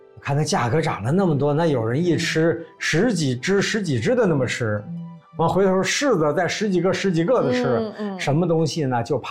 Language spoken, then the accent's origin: Chinese; China; 我们中国人特别喜欢找各种理由吃